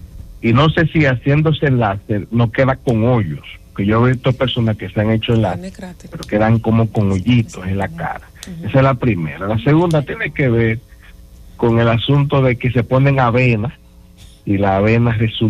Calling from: Santo Domingo Norte, Santo Domingo, Dominican Republic; Hablo de Santo Domingo Norte

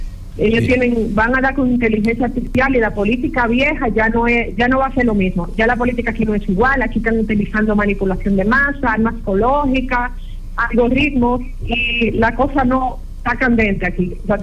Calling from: Puerto Plata, Dominican Republic; saludos desde Puerto Plata.

